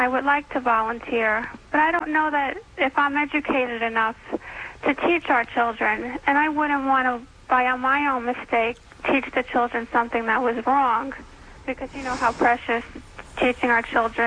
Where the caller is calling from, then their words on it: New Jersey, United States; I'm from New Jersey.